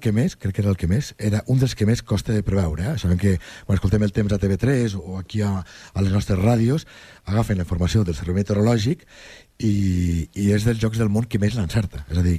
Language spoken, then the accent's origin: Catalan; Lleida, Catalonia, Spain; la gent que som de Lleida haurem sentit que si Realp està ple